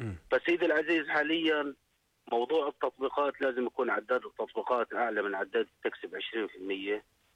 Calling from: Jordan; اول شركه رفعت الزيت عندنا في الاردن

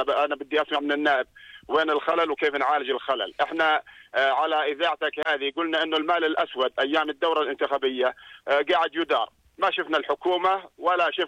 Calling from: Jordan; احنا كمواطنين اردنيين

